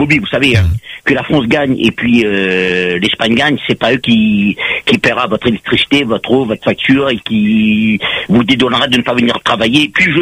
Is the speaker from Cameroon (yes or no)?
no; Réunion; je suis réunionnais